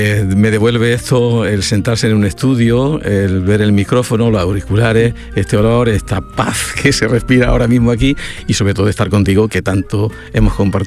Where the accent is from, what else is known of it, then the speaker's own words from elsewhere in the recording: Jódar, Andalusia, Spain; un festival que hacemos en Jódar, en mi pueblo